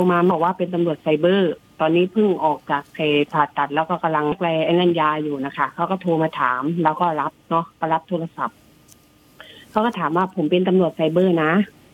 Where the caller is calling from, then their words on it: Korat, Nakhon Ratchasima, Thailand; หนูอยู่ที่โคราช